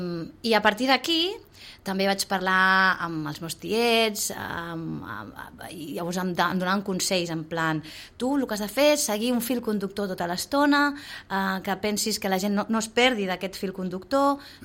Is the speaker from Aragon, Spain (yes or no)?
no; Sitges, Catalonia, Spain; soc de Sitges